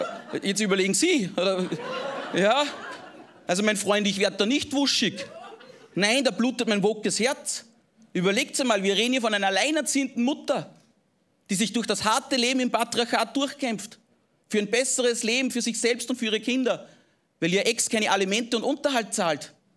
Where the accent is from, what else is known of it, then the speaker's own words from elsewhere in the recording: Engerwitzdorf, Upper Austria, Austria; Ja, ja, ich komme aus Oberösterreich, das liegt in Österreich, aus der Region des Mühlviertels. Das Dorf heißt Engerwitzdorf, ist sehr klein, ja, das werden Sie wahrscheinlich nicht kennen.